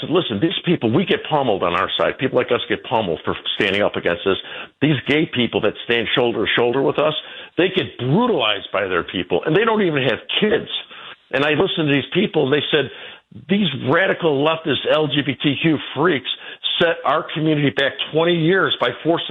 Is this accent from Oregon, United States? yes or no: no; Hometown, Illinois, United States; southwest side of Chicago. I went to Oaklawn High School. You got Bridgeview, Oaklawn, and Hometown. I grew up in Hometown.